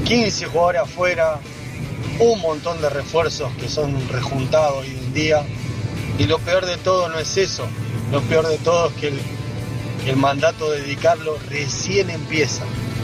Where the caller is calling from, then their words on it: Los Polvorines, Buenos Aires Province, Argentina; de Polvorines.